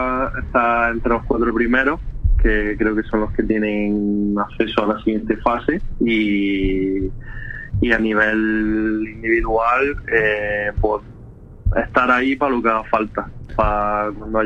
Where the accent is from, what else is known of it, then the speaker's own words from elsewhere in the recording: Tíjola, Andalusia, Spain; estar en Tijola este año con mucha gente que conozco en el equipo, estando más cerca, bueno, estando en mi tierra realmente